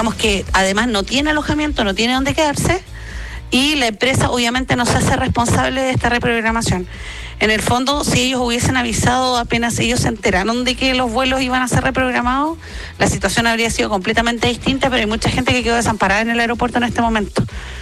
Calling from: La Serena, Coquimbo, Chile; hablo desde La Serena.

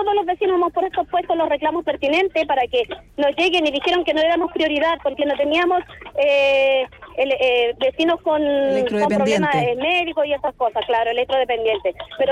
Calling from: Quilpué, Valparaíso, Chile; soy de acá de Belloto Sur, de la comuna de Quilpué.

